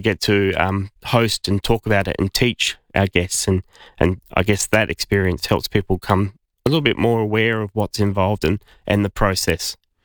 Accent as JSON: {"language": "English", "region": "South Australia", "country": "Australia", "tie": "born or raised there", "said": "But I grew up in the Barossa and I was always passionate about the Barossa."}